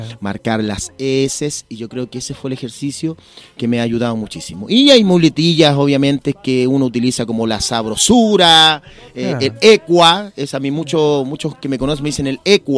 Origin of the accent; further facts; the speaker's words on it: Chile; yo soy chileno, de tomo y lomo